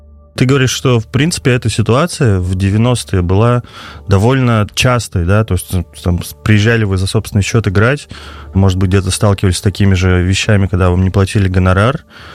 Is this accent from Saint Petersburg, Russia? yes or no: no; Kirov, Kirov Oblast, Russia; Концерт в моем родном городе Кирове в 97-м году.